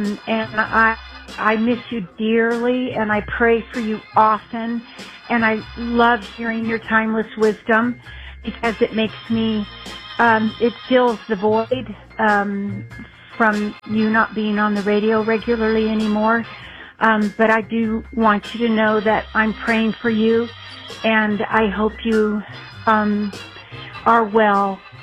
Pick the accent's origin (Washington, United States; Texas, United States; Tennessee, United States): Texas, United States; Fort Worth; I am from Fort Worth, Texas